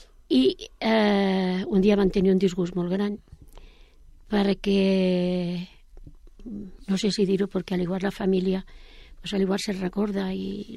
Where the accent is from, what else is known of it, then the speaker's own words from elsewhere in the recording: Cunit, Catalonia, Spain; per tothom igual.